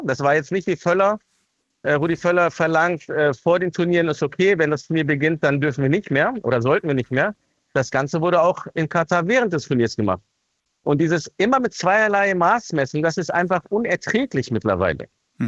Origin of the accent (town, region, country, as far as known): Germany